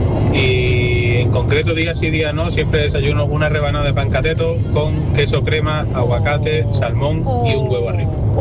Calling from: Málaga, Andalusia, Spain; de Málaga.

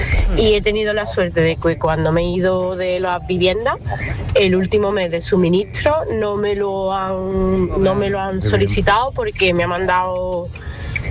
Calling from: Córdoba, Andalusia, Spain; de Córdoba.

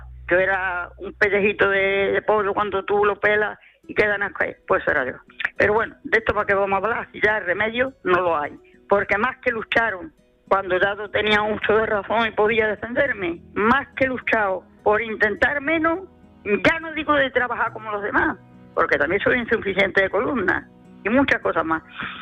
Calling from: Cartaya, Andalusia, Spain; aquí de Cartaya.

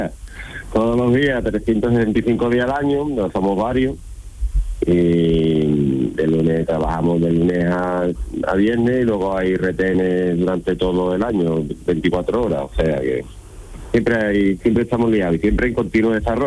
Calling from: Algeciras, Andalusia, Spain; De Algeciras.

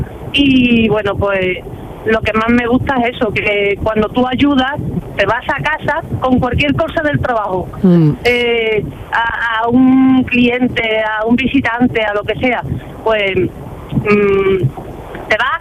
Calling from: Peñarroya-Pueblonuevo, Andalusia, Spain; soy de Peñarroya, Pueblo Nuevo.

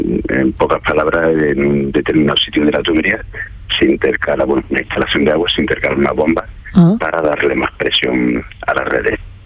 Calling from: Roquetas de Mar, Andalusia, Spain; Yo vivo en Roqueta del Mar, en Almería, pero actualmente estoy trabajando en Jaén Capital y en Linares.

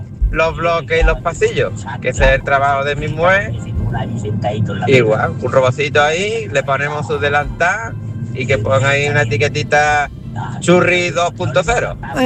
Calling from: Guaro, Andalusia, Spain; desde Guaro.

